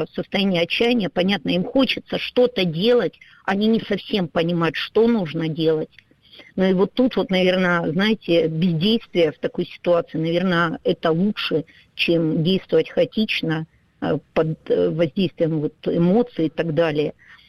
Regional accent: Donetsk, Donetsk Oblast, Ukraine; я еще из Донецка

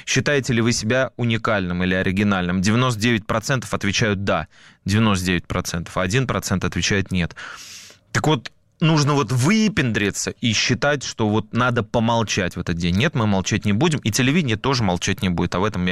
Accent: Saint Petersburg, Russia; я как ленинградец, как потомок людей, которые прошли блокаду, потомок людей, которые погибли

